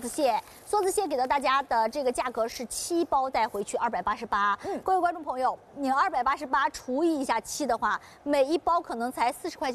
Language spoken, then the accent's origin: Chinese; Qingdao, Shandong, China; 虽然我是一个青岛人